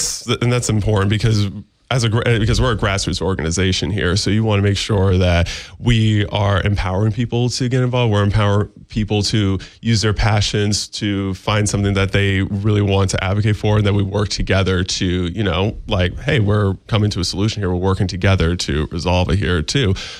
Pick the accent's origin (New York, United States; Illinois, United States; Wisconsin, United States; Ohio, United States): New York, United States; Utica; So I'm born and raised in Utica.